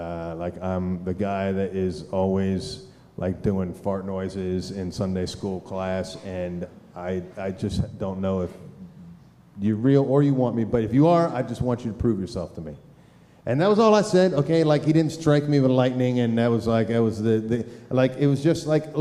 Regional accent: Philadelphia, Pennsylvania, United States; I grew up in Philadelphia.

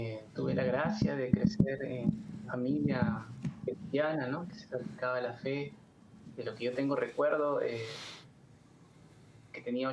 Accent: Trujillo, La Libertad, Peru; now in Lima, Peru; Nosotros somos de Trujillo, una ciudad del norte del Perú. Por trabajo tuvimos que viajar acá, bueno, a Lima, Perú

